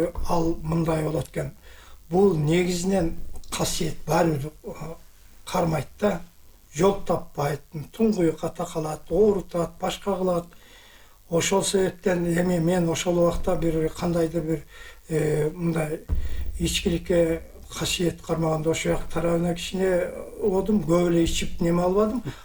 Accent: Osh Region, Kyrgyzstan; born there; Алайда туулган.

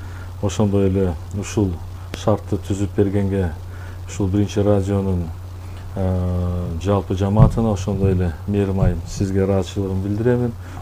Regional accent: Gulcha, Osh Region, Kyrgyzstan; also born or lived in Osh; Мен эми чындыгында өзүм ушул Ош шаарында кызматчынын үйүндө төрөлгөнмүн. Бирок балалык, окулук, мектеп окуучулук чагым толугу менен ушул Алай районунун Гүлчө, азыркы шаарында, ал маалда Гүлчө айылында өткөн.

